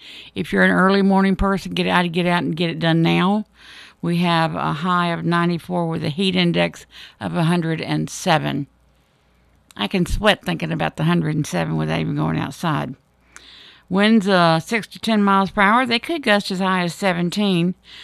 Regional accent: Florida, United States; We were raised in the South. I was born and bred in Florida.

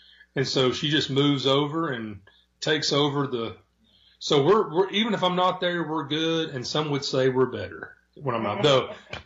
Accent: Memphis, Tennessee, United States; also born or lived in Pigeon Forge, Tennessee; now in Morgantown, Kentucky, United States; Well, I'm from Memphis, Tennessee.

